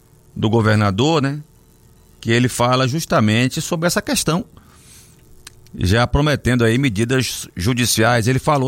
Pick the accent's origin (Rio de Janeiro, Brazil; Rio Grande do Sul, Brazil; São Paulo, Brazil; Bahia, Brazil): Bahia, Brazil; Eu sou baiano e concordo plenamente com ele.